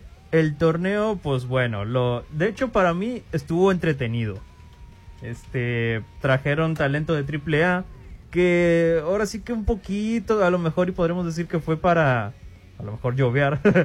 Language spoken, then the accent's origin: Spanish; Mexico